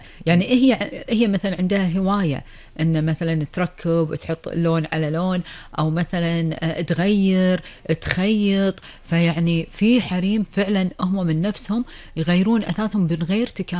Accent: Kuwait; لكن ديرتنا الحبيبة الكويت عندك الرخيص وعندك الغالي

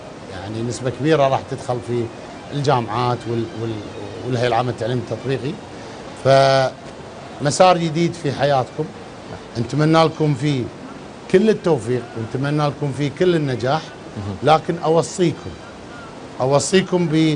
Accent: Kuwait; الظروف الاستثنائية اللي مرت فيها ديرتنا الحبيبة الكويت

